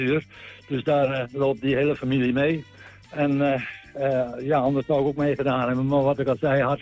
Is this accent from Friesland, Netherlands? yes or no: yes; Friesland, Netherlands; moved away as an adult; also born or lived in Steenwijk / Huizen / Tilburg / Haarlemmermeer; now in Nieuw-Vennep, Netherlands; Ik ben Fries geboren in de Stellingwerven. En heb daar tot mijn 20ste gewoond.